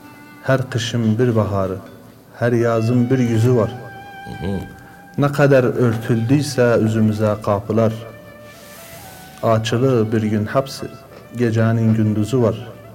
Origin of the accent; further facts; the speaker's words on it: Tuz Khurmatu, Saladin Governorate, Iraq; now in Kirkuk, Iraq; 1995 doğumluyum. Duzxurmat doğumluyum. İlk okul liseye kadar Duzxurmat'ta geçti. Ondan sonra Kerkük'te yerleştik.